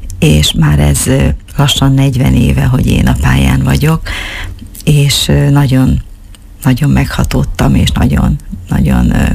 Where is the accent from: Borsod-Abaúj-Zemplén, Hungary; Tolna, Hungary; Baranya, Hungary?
Borsod-Abaúj-Zemplén, Hungary; Semjén; Én egy nagyon kicsi faluban, a Bodrog közben, Seményben nevelkedtem. Ez a település, ez egy 300-400 főből állt, de nagyon református község volt ez.